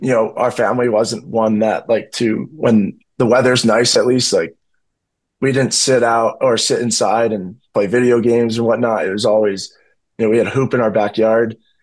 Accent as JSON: {"language": "English", "town": "Chicago", "region": "Illinois", "country": "United States", "said": "Every Sunday, I'm from Chicago. I'm a diehard Bears fan."}